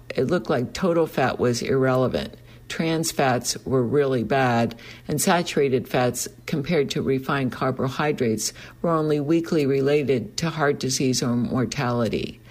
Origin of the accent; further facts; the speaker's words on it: Midwest, United States; What I eat now is very different from what I ate when I was growing up in the Midwest. Back then, we ate mashed potatoes, beef, and gravy.